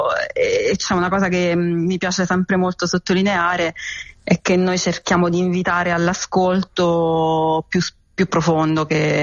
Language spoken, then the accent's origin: Italian; L'Aquila, Abruzzo, Italy; io sono aquilana